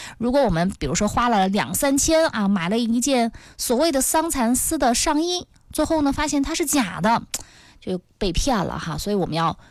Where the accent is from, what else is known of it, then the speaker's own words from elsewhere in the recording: Northeast China, China; 我们东北人